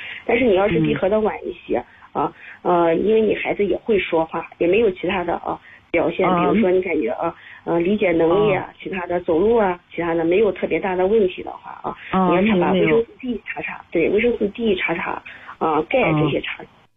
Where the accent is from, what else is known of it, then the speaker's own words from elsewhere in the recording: Xuzhou, Jiangsu, China; 在我们徐州人里面